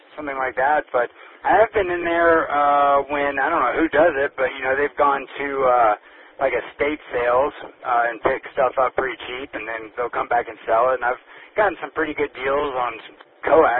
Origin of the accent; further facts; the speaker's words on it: Southeast, United States; I grew up in the Southeast.